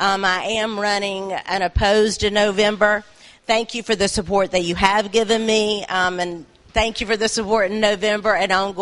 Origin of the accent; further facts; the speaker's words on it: Dobson, North Carolina, United States; I grew up in Dobson, went to Dobson Elementary, graduated Surrey Central High School.